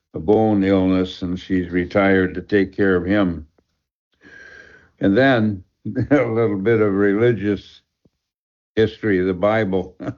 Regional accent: Connecticut, United States; I grew up in Southeast Connecticut near the Coast Guard Academy

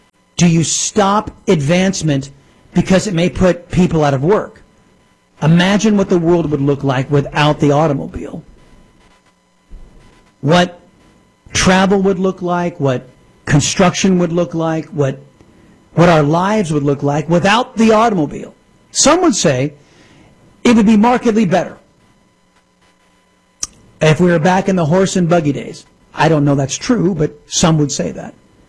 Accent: United States; we Americans

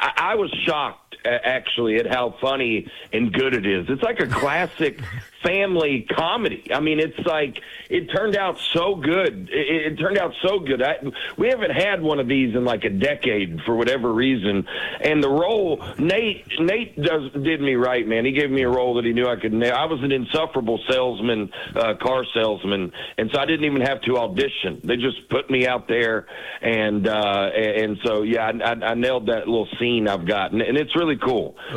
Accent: Alabama, United States; also born or lived in Charleston, West Virginia; I was born in Charleston, and I lived there till I was 9, and then I moved to Alabama.

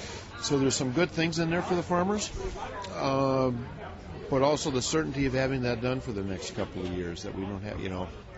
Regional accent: Minnesota, United States; I'm from South Central Minnesota

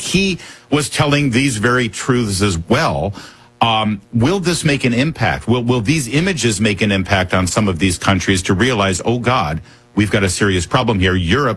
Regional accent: United Kingdom; there's nothing wrong with me as a Brit saying that I believe our culture and what we value is superior

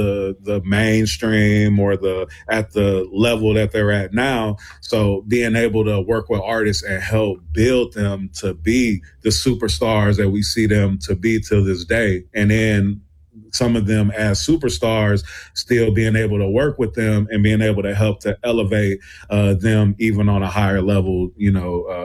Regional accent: Milwaukee, Wisconsin, United States; I'm from Milwaukee, Wisconsin.

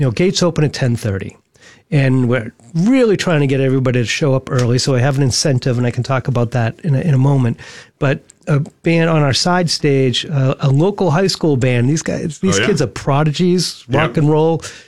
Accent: Boston, Massachusetts, United States; moved away; I'm from Boston.

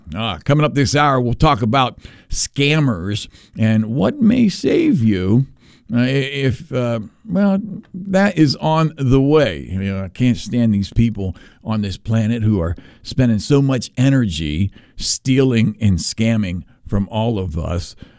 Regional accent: Wheeling, West Virginia, United States; I grew up in Wheeling

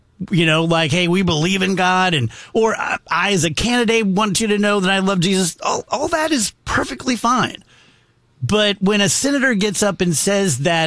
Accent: United States; as an American

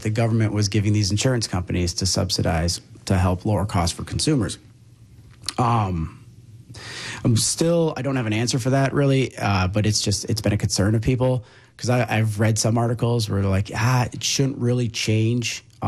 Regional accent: Beaver Dam, Wisconsin, United States; growing up in Beaver Dam

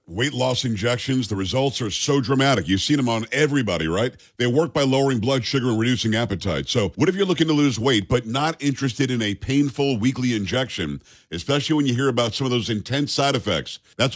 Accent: New York, United States; Don't get mad at me. I'm a New Yorker. Don't give me a hard time.

